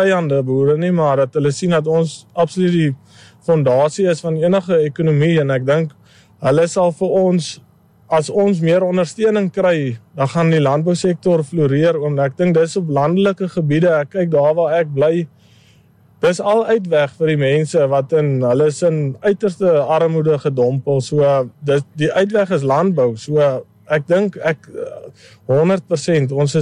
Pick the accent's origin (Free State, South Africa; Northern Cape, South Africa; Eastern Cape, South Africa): Eastern Cape, South Africa; ons kom oorspronkelijk uit die Ooskaap uit, so naby van Stadens rivier het my pa was 'n seibokkar makelaar, en daar het hy gemelk ook, so ek het op 'n melkplaas groot geraak.